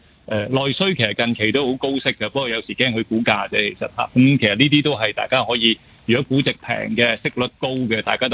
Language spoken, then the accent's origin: Cantonese; China; 我哋中國人咧，我哋啲算力嗰個計算嗰個嘅即係開支方面嚟講，平過美國方面可以係20倍、30倍嘅